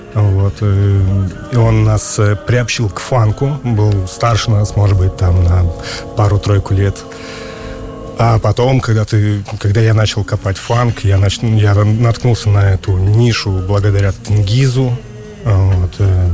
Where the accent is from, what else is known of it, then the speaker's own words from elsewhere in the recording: Vologda, Vologda Oblast, Russia; Если начинать прямо издалека, то родом я из Вологды.